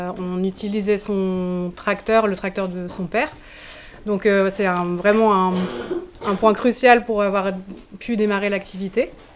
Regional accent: Grand Est, France; moved away as an adult; also born or lived in Germany; je viens de Lorraine, mais je ne connaissais pas Bure avant d'avoir été en Allemagne. Donc je suis revenue m'installer là-bas en 2019.

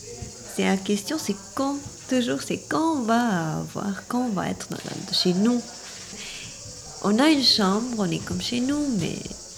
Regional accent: Albania; French is a second language; moved away as an adult; now in France; Oui, Mais je suis venue de l'Albanie.

